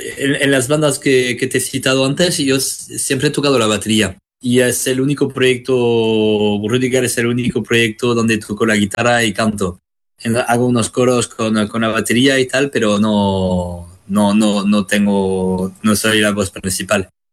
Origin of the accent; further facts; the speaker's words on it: Basque Country, Spain; Bueno, pues como has dicho, yo vengo del País Vasco